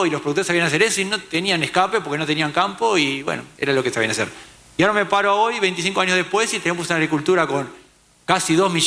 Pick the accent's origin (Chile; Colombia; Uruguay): Uruguay; yo soy súper uruguayo.